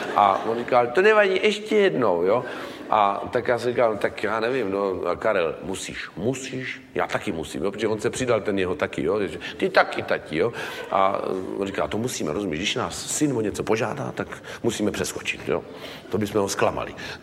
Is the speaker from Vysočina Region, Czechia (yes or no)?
yes; Třebíč, Vysočina Region, Czechia; kterou jsme jeli po Třebíči po mém rodném městě